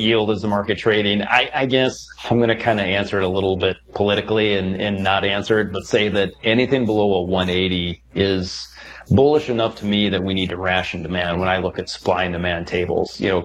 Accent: South Dakota, United States; So was my home state of South Dakota. And, you know, I'm in the northeast corner.

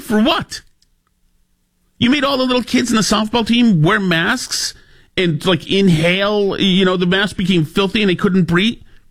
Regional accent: Winchester, Massachusetts, United States; So now, you know, I grew up in Winchester. We used to have the Sachems.

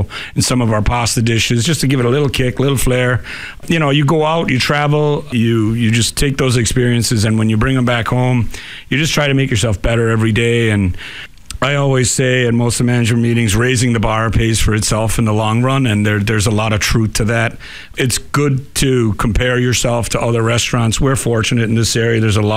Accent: Ireland; Well, I grew up in Ireland. We had a guest house and my mom was always cooking.

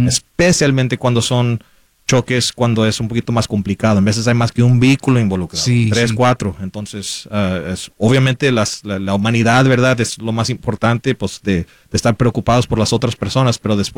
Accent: McAllen, Texas, United States; moved away as an adult; now in San Antonio, United States; Crecí en el Valle, el sur de Texas, en el área de McAllen, de Far, San Juan Álamo, y pues me mudé aquí a San Antonio hace casi 10 años

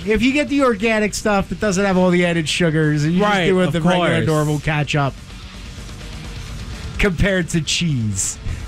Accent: United States

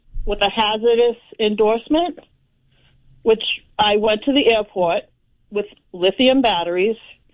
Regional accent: Arlington, Massachusetts, United States; So I grew up in Arlington, Massachusetts, where Maura Healey lives.

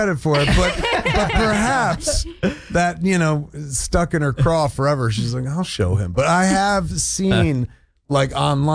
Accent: New Jersey, United States; I grew up in Jersey, so … in the blood, whether you choose him or not, right?

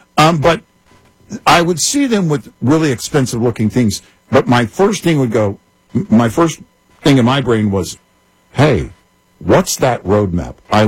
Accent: Scotland, United Kingdom

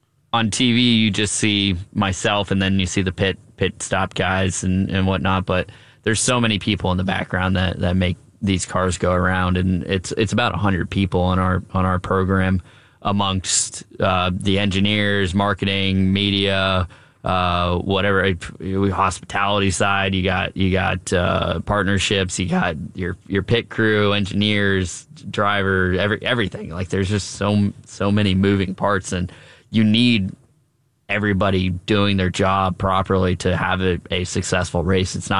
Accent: Jupiter, Florida, United States; I'm born and raised in Jupiter, Florida. I still live there. I have a place up in Indy

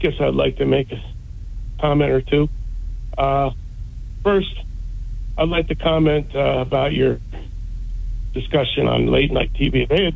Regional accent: New Jersey, United States; I said, I'm from Jersey.

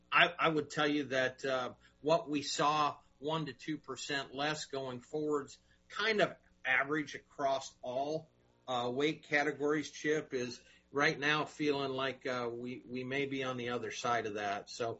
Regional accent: Iowa, United States; I went to my hometown grocer here in Eastern Iowa.

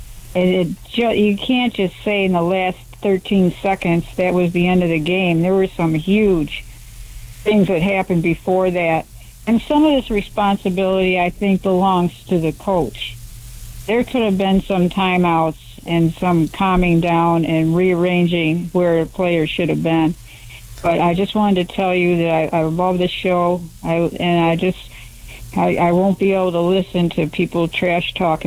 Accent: Syracuse, New York, United States; Even though I'm from Syracuse, I was kind of rooting for the Spurs to win one at home.

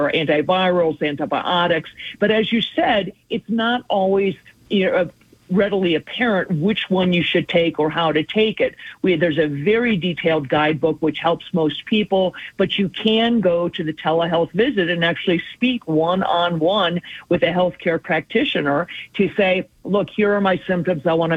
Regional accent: Cleveland, Ohio, United States; it's tough growing up in Cleveland when it comes to football.

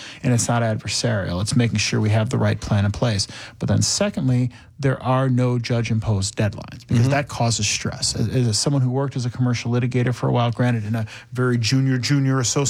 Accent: Hubertus, Wisconsin, United States; also born or lived in Pennsylvania; I grew up here. I grew up in Washington County. I grew up in Hubertus. So that's my hometown.

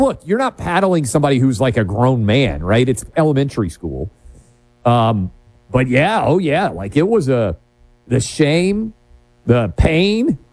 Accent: New York City, New York, United States; This is where growing up in New York City

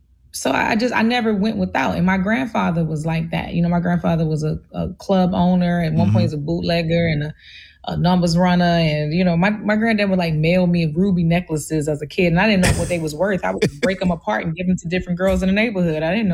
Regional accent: Baltimore, Maryland, United States; also born or lived in Washington, D.C.; Yeah, I was raised in Baltimore City for sure. But I never felt poor growing up

